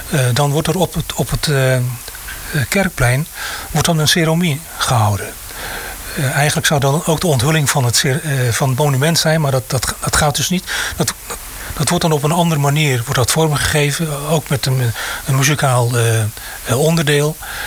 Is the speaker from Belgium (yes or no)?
no; Maluku, Indonesia; now in Netherlands; we als Molukkers een heel goed gevoel hebben van saamhorigheid.